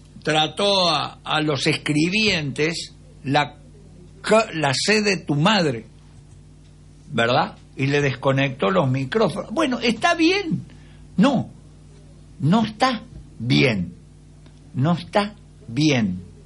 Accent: Córdoba, Argentina; cuando éramos chicos en Córdoba.

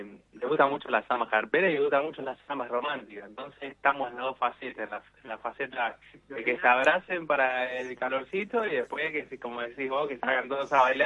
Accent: Campana, Buenos Aires Province, Argentina

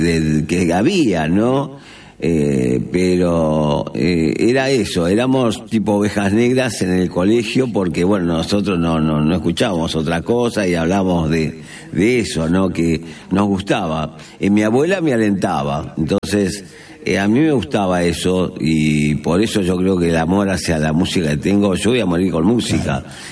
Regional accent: Buenos Aires, Argentina; yo me crié en Once, mi barrio, Once Almagro, que iba al colegio, ahí nació todo.

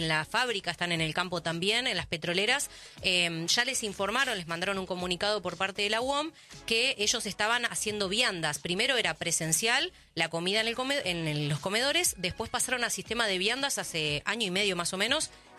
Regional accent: Argentina; Está el rebusque porque somos los argentinos, somos buscas y vas haciendo changuitas y sumando

